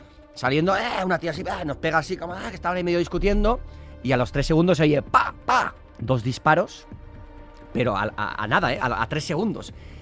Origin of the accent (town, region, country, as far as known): San Sebastián, Basque Country, Spain